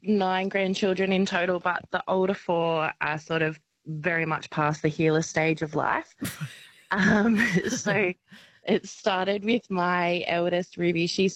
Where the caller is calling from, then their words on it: Kallaroo, Western Australia, Australia; I'm calling from Kallaroo.